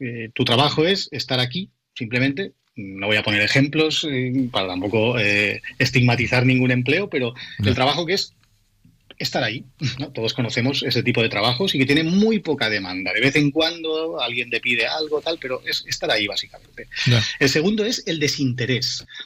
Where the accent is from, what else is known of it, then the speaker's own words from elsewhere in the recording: Algemesí, Valencian Community, Spain; estuve mucho tiempo poniendo gasolina en Algemesí, que es de donde yo soy.